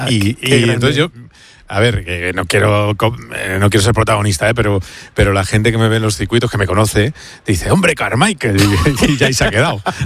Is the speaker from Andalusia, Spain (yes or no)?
no; Madrid, Community of Madrid, Spain; yo como madrileño, pues mira, encantado.